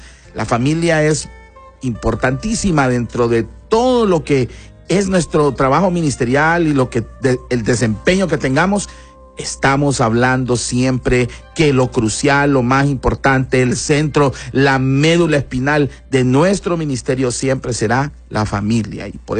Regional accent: Tegucigalpa, Francisco Morazán, Honduras; A veces no me ubico decir entre Tegucigalpa y Comayagüela, siempre pienso más en Tegucigalpa, porque ahí crecí, pero ahora estamos en Comayagüela

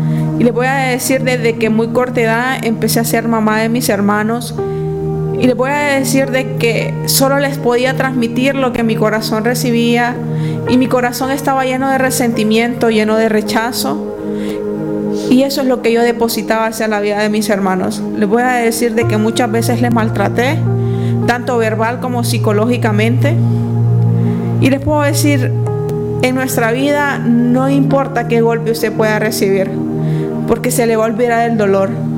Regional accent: Villanueva, Cortés, Honduras; tengo 25 años, vengo de Villanueva Cortés.

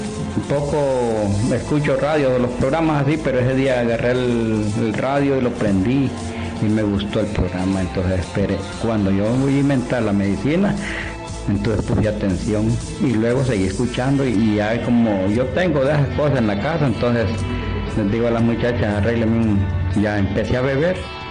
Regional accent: Esquías, Comayagua, Honduras; Yo vengo de Esquías.

